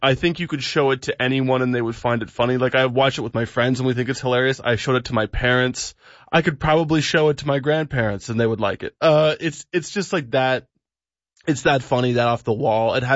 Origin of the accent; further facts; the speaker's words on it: Canada; I was from Canada